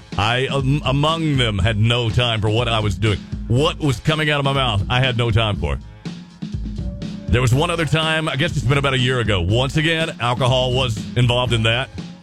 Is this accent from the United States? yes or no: yes; Kentucky, United States; Now, you know I'm from Kentucky, right?